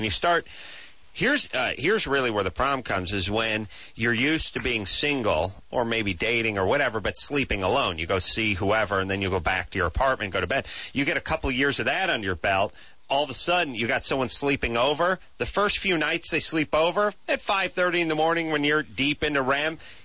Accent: Los Angeles, California, United States; I grew up in North Hollywood, but now my mom's house is in Valley Village.

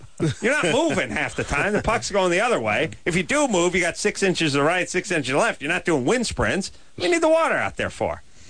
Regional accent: Los Angeles, California, United States; No, I'm from North Hollywood.

